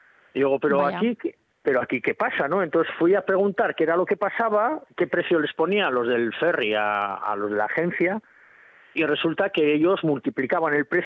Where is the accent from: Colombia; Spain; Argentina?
Spain; Bilbao, Basque Country; que lo cogí porque yo soy muy muy de Bilbao, y entonces de ahí me fui a trabajar a un pesquero 4 años